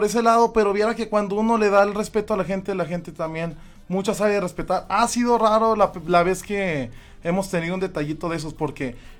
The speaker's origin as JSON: {"language": "Spanish", "town": "Río Grande", "region": "Zacatecas", "country": "Mexico", "tie": "born there", "also_born_or_lived": "United States", "said": "yo me acuerdo de muy poquillo, estaba chiquitillo, ya de ahí nos venimos para acá, para nuestro ranchito, somos de Tetillas, Río Grande, Zacatecas"}